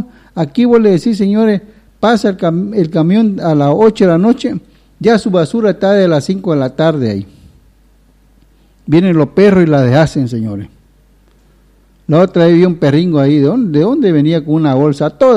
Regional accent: Beni, Bolivia

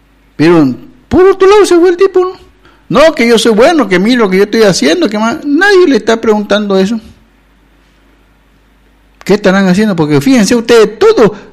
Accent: Santa Cruz, Bolivia

